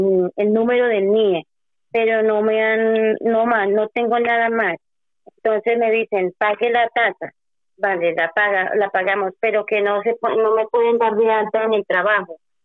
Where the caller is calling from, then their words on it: Manzanares, Castilla-La Mancha, Spain; mira, estoy en vivo aquí en el momento en Manzanares.